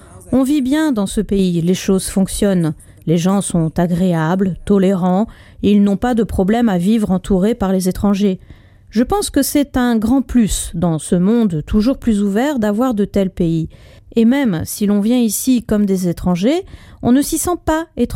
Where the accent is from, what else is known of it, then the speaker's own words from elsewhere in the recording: Slovakia; now in Luxembourg; D'un autre côté, j'aime dire que je viens de la Slovaquie. J'explique aux locaux et aux étrangers ce qui est typique pour nous.